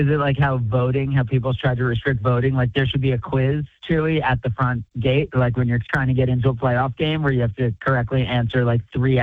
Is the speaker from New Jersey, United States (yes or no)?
yes; New Jersey, United States; I grew up in New Jersey.